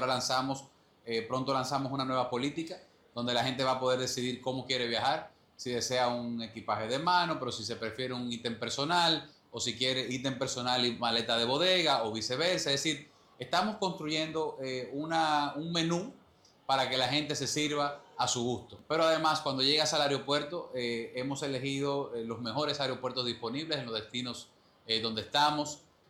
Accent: Dominican Republic; una sonrisa, eso que tanto nos caracteriza como dominicanos

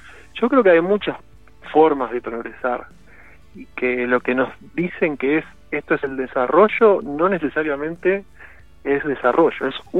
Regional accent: Buenos Aires, Argentina; moved away as an adult; yo crecí ahí, tuve 4 décadas viviendo

